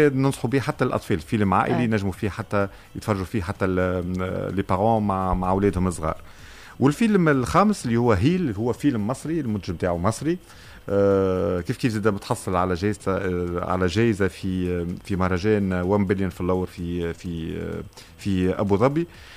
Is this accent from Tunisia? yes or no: yes; Tunisia; كما نقولوا احنا تونسيه